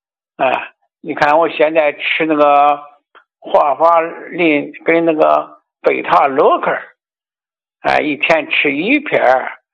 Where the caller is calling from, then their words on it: Shijiazhuang, Hebei, China; 我是石家庄桥西区的。